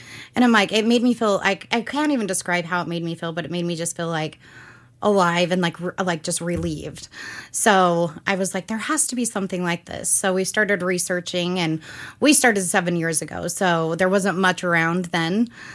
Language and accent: English; Utah, United States; moved away as an adult; And then when we moved up here, we're from Utah.